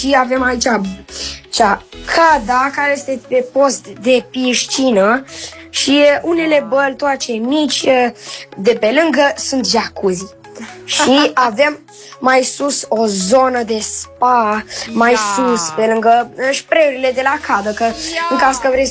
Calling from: Bucharest, Romania; din București și am 10 ani

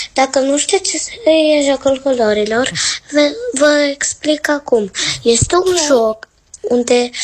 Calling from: Ploiești, Prahova, Romania; din Ploiești, am 8 ani

